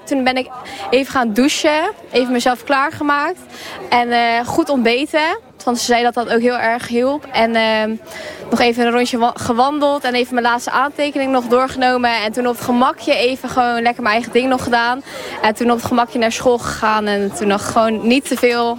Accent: Sas van Gent, Zeeland, Netherlands; ik ben 17 jaar en ik kom uit Zas van Gent.

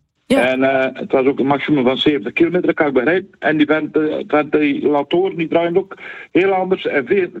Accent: Biervliet, Zeeland, Netherlands; Biervliet.

